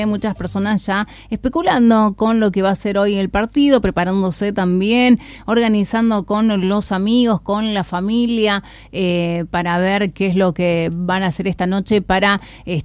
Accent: Argentina; el fútbol está dentro de nuestra cultura como argentinos.

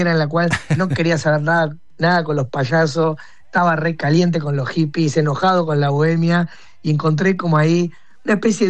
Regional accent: Rosario, Santa Fe, Argentina; now in Buenos Aires, Argentina; yo soy de Rosario, vivo en Buenos Aires

